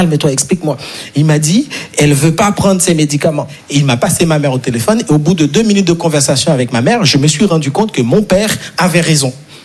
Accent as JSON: {"language": "French", "country": "Haiti", "tie": "born or raised there", "moved": "yes", "said": "Moi, je suis très frileux, je ne vais pas vous mentir, parce que je suis né et grandi en Haïti, et en Haïti, on n'a pas les 4 saisons."}